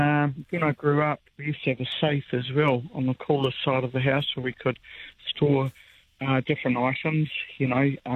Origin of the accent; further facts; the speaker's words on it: New Zealand; I'm from New Zealand. We've got good butter there.